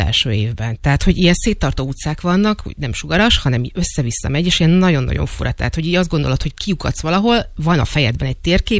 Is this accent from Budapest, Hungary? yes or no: yes; Budapest, Hungary; vagyok vekerlei, hogy mi 3 évvel ezelőtt, ugye mi egy utcával feljebb költöztünk, tehát mi gyakorlatilag kiköltöztünk Vekkerléről. Tehát én most már kispesti vagyok, már nem klasszik bent a Vekkerlé.